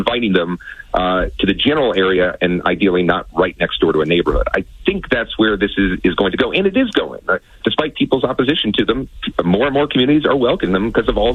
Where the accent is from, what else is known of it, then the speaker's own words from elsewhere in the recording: Virginia, United States; And these are states that have not, in general, outside of Virginia, my hometown, our home state, not built a lot of data centers.